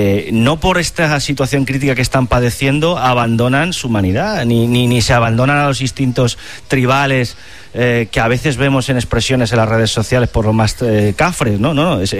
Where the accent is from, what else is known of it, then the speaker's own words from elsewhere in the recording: Spain; es algo de lo que sentimos orgullosos como españoles.